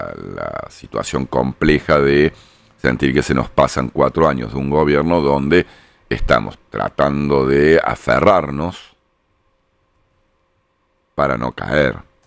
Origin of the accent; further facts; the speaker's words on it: Alta Gracia, Córdoba, Argentina; Nosotros somos una ciudad de cabecera de departamento en Altagracia, muy cerquita de Córdoba, somos una extensión de Córdoba capital prácticamente.